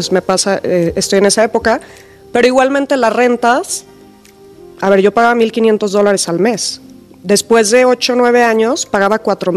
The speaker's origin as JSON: {"language": "Spanish", "region": "Jalisco", "country": "Mexico", "tie": "born or raised there", "said": "Actualmente valoro esa experiencia que pues crecí en Los Altos, iba a las ferias de Arandas, del tequila"}